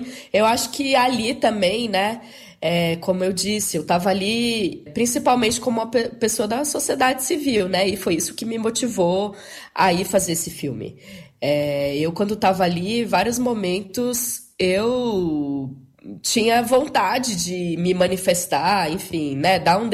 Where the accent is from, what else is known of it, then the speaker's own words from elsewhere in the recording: Bahia, Brazil; Sou baiana.